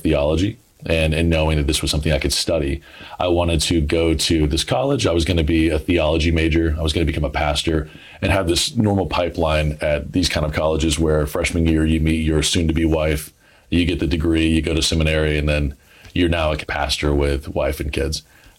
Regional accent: Douglasville, Georgia, United States; So I grew up in Metro Atlanta. I grew up in Douglasville, Georgia.

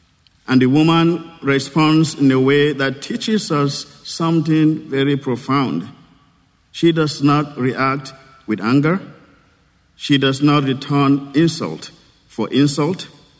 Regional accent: Nigeria; moved away; I'm originally from Nigeria

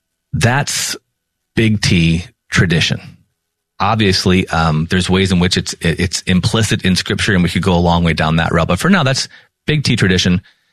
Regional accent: Minnesota, United States; I'm from Minnesota. There weren't a lot of Marian processions, at least where I grew up.

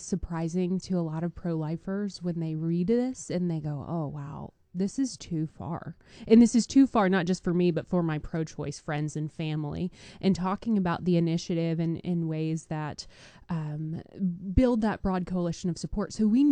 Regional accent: the South, United States; now in Idaho, United States; I'm from the South. We deep fry everything

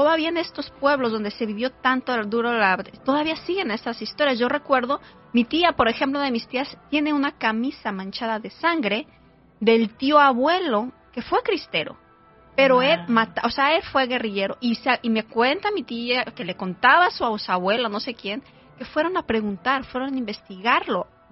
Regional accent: Jalisco, Mexico; moved away; yo que crecí por ahí, por los Altos de Jalisco

